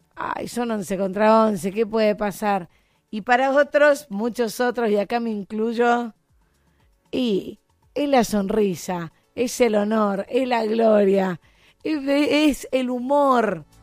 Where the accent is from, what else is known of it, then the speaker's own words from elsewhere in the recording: Argentina; Somos patriotas, somos muy argentinos, llevamos, ay, ay, ay, llevamos en la piel los colores celeste y blancos.